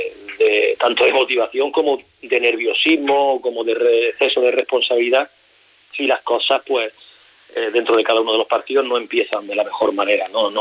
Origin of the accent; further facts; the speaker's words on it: Granada, Andalusia, Spain; yo soy granadino